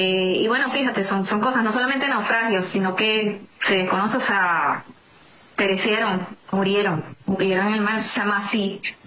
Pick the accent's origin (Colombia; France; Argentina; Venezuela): Venezuela; pasa que nosotros como venezolanos, hasta que no nos tocó en carne propia y ver nuestro propio dolor y nuestra gente